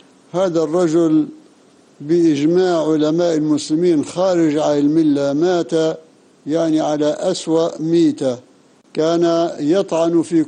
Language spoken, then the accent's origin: Arabic; Libya; المدارس عندنا في ليبيا